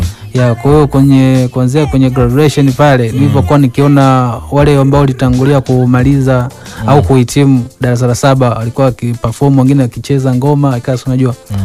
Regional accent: Kigoma, Tanzania; Yeah, mimi ni mzaliwa wa Kigoma.

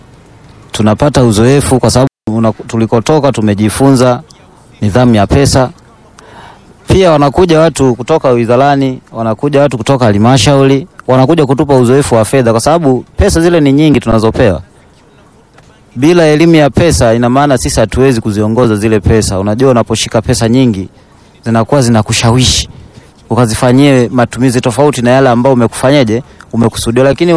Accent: Chato District, Geita, Tanzania; now in Mwanza, Tanzania; Mimi nimetoka mkoa wa Geita, wilaya ya Chato.

